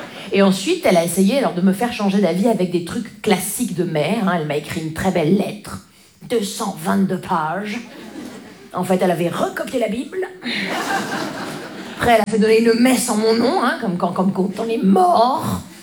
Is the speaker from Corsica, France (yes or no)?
no; Grand Est, France; savez, moi, je viens des Vosges.